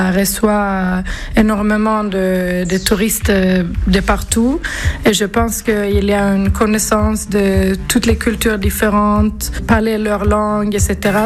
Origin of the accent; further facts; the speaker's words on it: Sweden; French is a second language; moved away as an adult; also born or lived in Nice, France; now in Avize, France; Je viens de Suède, donc j'ai commencé mes études là-bas.